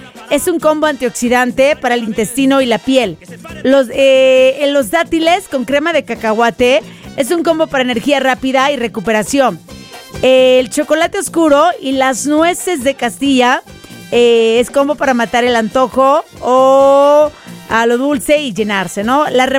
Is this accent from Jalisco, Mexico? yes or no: no; Mexico City, Mexico; así como decimos en la Ciudad de México.